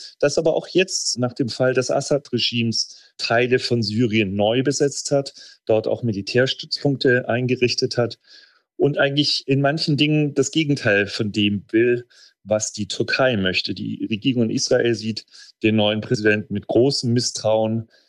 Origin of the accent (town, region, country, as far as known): Germany